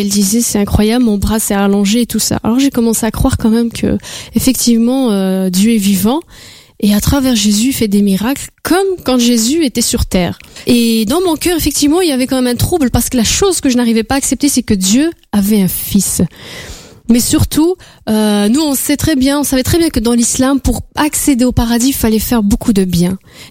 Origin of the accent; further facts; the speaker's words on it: Algeria; Je suis née, j'ai vécu en Algérie, dans une famille musulmane. Mon père était musulman. Tout mon entourage était musulman.